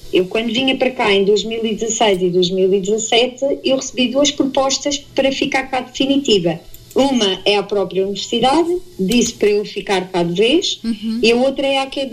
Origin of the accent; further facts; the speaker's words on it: Portugal; sou de Portugal